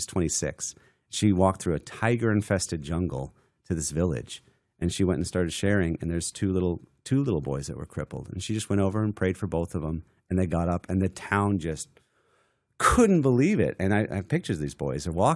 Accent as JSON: {"language": "English", "region": "Alaska", "country": "United States", "tie": "born there", "said": "I was born in Alaska"}